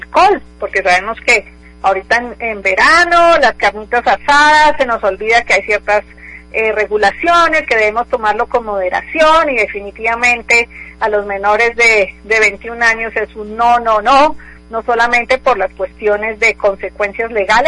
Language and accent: Spanish; Colombia; yo también, Colombia, que acabamos de tener estas elecciones